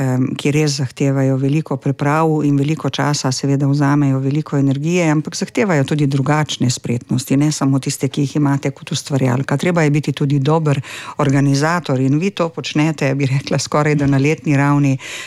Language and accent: Slovenian; Primorska, Slovenia; kot rečemo Primorci